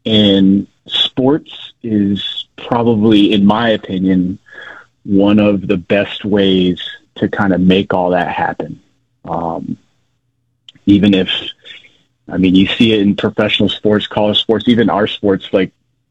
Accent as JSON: {"language": "English", "town": "Tucson", "region": "Arizona", "country": "United States", "tie": "born or raised there", "said": "Favorite individual is swimming, just because I grew up swimming in Tucson. I swam until I was probably 12, 13. And when I got to high school, Marana didn't have a swim team back then."}